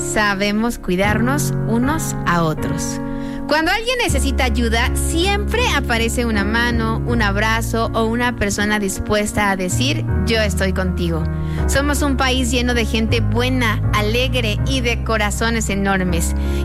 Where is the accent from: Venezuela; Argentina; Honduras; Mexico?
Mexico; también somos los mexicanos bien argüenderos y nos encanta la fiesta